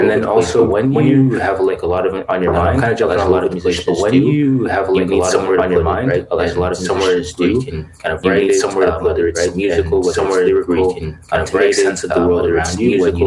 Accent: Ajax, Ontario, Canada; area, and so that's where I'm from. I grew up

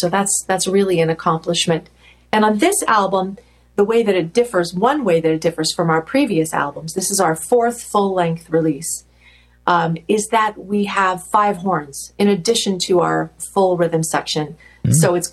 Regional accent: Toronto, Ontario, Canada; now in New York City, United States; I'm from Toronto as well, although I didn't meet her until I moved to New York.

